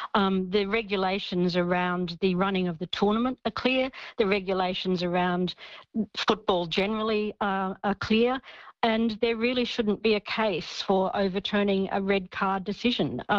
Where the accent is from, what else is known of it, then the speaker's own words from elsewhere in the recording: Australia; I would argue as an Australian fan